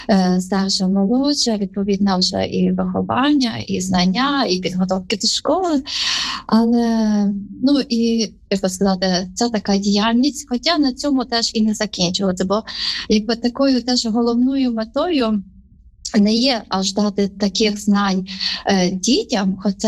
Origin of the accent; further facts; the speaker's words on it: Khmelnytskyi Oblast, Ukraine; moved away; Я сама з Хмельниччини.